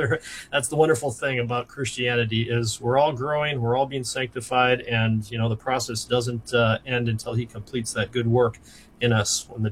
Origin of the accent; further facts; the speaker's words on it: Wisconsin, United States; so I grew up in Wisconsin, and we called it forensics. I don't know what they call it in Texas, but that was speech, was forensics.